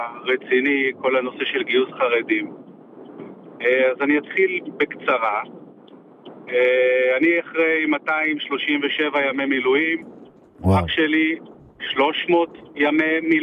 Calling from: Central District, Israel; אני מהמרכז.

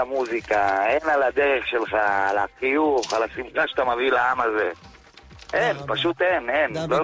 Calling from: Holon, Tel Aviv District, Israel

